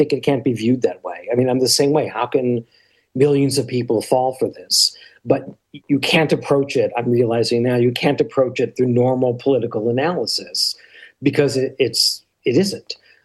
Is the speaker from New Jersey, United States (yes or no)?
yes; New Jersey, United States; No, we're both New Jerseyites originally. She's from North Jersey. I'm from South Jersey. We cover the state.